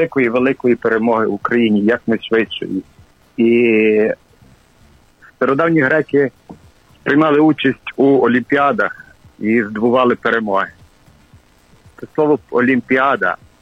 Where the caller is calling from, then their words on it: Kalush, Ivano-Frankivsk Oblast, Ukraine